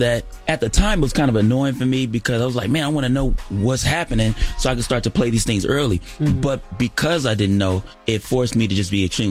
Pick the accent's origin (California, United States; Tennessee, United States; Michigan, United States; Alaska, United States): California, United States; Los Angeles; L.A. I'm from South Central L.A.